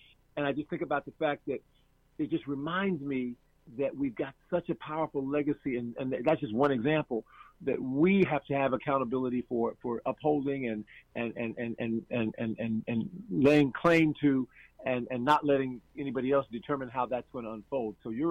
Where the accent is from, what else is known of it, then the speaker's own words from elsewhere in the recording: Cleveland, Ohio, United States; I grew up in Cleveland, Ohio, and as a little boy, I don't remember because I was very small at the time, but I grew up in Cleveland, Ohio, and I was a member of the Antioch Baptist Church.